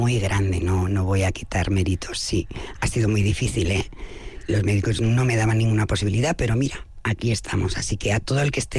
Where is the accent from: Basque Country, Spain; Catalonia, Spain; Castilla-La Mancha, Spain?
Catalonia, Spain; Barcelona; also born or lived in Calahorra; now in Aoiz, Spain; yo decidí venirme hacia el norte porque soy de Barcelona. Decidí venirme a vivir con mi abuela, que vivía en Calahorra. Y desde entonces pues he vivido por la zona. Aoiz llegué pues por mi marido, por amor.